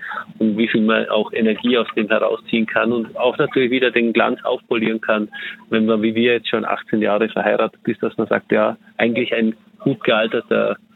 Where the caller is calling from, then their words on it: Dornbirn, Vorarlberg, Austria; Wir kommen aus Dornbirn und sind mit 6 Kindern dabei und eben mit meiner Frau Veronika.